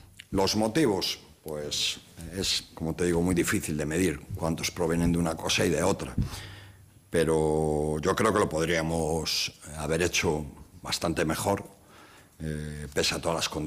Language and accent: Spanish; Galicia, Spain; yo soy gallego